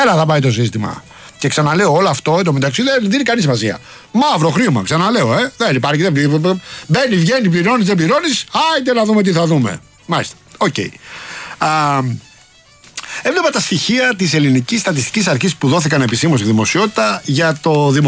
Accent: Rafina, Attica, Greece; θα πάμε στη Ραφίνα αργότερα, την πατρίδα μου, όχι για τα λιμάνια και για τα ταξίδια

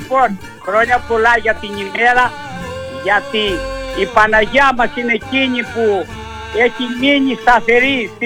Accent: Rodia, Greece; born there; moved away; εκεί πέρα στο χωριό μου στη Ροδιά

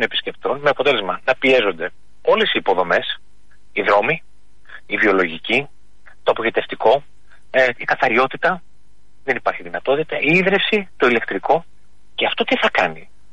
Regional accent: Drama, Eastern Macedonia and Thrace, Greece; Εγώ είμαι από τη Δράμα, εσείς από την Αθήνα, το ξέρετε καλύτερα.

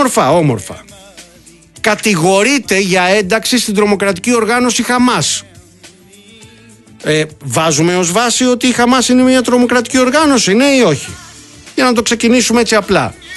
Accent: Molaoi, Peloponnese, Greece; αλήθεια που λέμε και στο χωριό μου, το λέμε και εμένα και εμείς στο χωριό μου και στους Μολάους το λέμε το by the book

